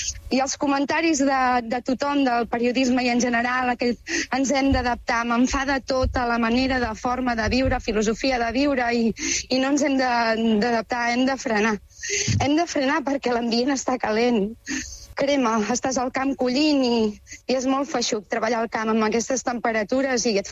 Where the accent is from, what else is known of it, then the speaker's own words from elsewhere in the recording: Calonge, Catalonia, Spain; now in Caldes de Malavella, Spain; Jo sóc de Calonja, nascuda a Calonja, pagès del Mas Molla de tota la meva vida. Tinc 41 anys, o sigui, 41 anys que estic a peu de les Gavarres, exactament a la Conca del Tinar.